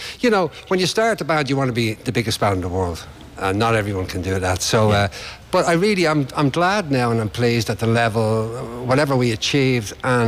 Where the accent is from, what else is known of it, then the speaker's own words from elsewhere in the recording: Ringsend, Leinster, Ireland; From Ringsend. I'm not usually this side of the river, so it's unusual to be looking on from this side.